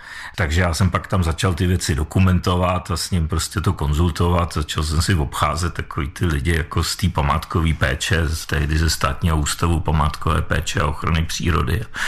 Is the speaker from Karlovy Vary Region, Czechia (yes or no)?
no; Prague, Czechia; já jsem z Prahy původem